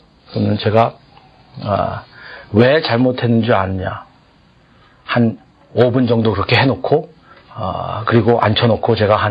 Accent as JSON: {"language": "Korean", "country": "South Korea", "said": "저는 한국 사람이라는 게 참 감사해요."}